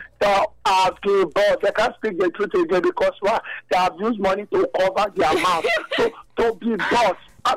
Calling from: Benin City, Edo, Nigeria; I'm calling from Benin City.

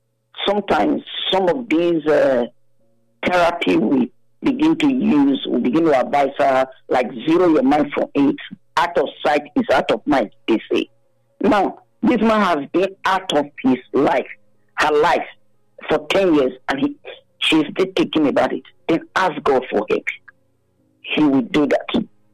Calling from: Guadeloupe; calling from Guadeloupe.

